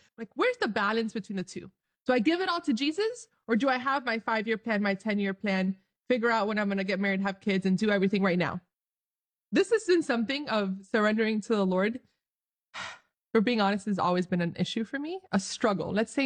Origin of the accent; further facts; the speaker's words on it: Dominican Republic; for those of you who do not know, I'm Dominican from the Dominican Republic. But I'm also Arabic.